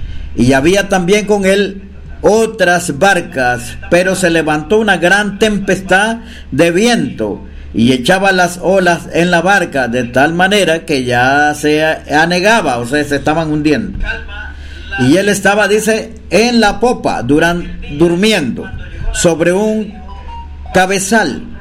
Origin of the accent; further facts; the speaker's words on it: Matagalpa, Nicaragua; moved away as an adult; now in El Salvador; Somos originarios de Matagalpa, Nicaragua, y estamos en misión acá en República del Salvador.